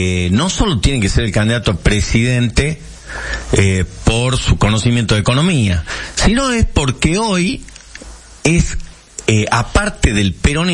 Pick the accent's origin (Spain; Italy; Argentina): Argentina; Qué lindo que es ser argentino